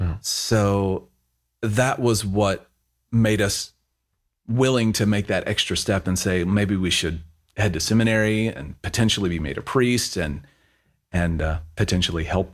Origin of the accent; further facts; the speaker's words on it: United States; now in Oregon, United States; Our church is in Oregon, but I'm from Texas, Oklahoma right. area.